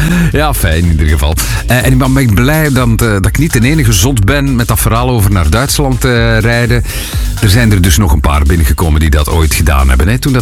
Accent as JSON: {"language": "Dutch", "region": "Flanders", "country": "Belgium", "tie": "born or raised there", "said": "We hadden het dan net over Wendy's, waar ik ooit een stuk van mijn jeugd heb doorgebracht in het Antwerpse."}